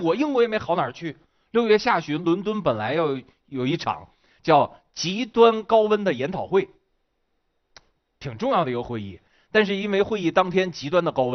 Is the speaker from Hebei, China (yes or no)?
yes; Shijiazhuang, Hebei, China; 我小的时候在石家庄